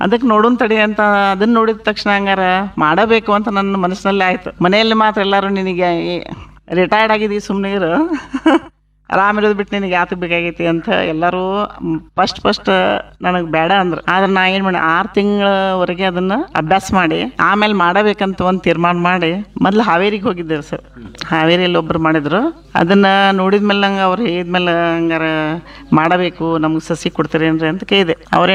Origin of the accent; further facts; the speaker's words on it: Metal, Karnataka, India; ನಮ್ಮ ಊರು ಮೇಟಲ್, ಮೇಟಲ್ ಗ್ರಾಮದ ವಾಸಿ ಇರುತ್ತೇನೆ.